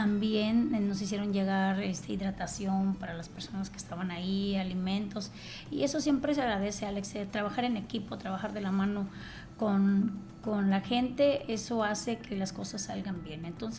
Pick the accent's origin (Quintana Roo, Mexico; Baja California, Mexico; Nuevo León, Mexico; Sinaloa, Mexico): Quintana Roo, Mexico; soy de la Ribera hace muchos años, cuando venía aquí a la ciudad, como tú sabes, vivo en una comunidad de Álvaro Obregón, soy de un pueblo.